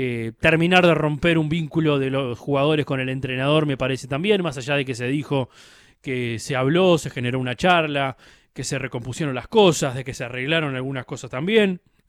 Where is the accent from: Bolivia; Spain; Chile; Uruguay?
Uruguay; duele como uruguayo